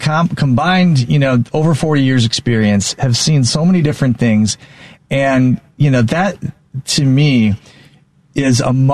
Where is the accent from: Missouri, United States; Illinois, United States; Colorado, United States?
Illinois, United States; Chicago; I'm glad as a Chicagoan that we have more than one set of eyeballs